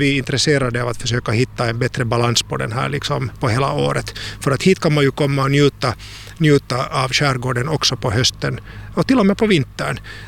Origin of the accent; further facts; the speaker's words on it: Tampere, Pirkanmaa, Finland; moved away as an adult; also born or lived in Helsinki / Hanko; now in Kasnäs, Finland; jag är ju ursprungligen Tammafors-pojke. Jag har vuxit upp i Tammafors och gått Svenska Samskolan i Tammafors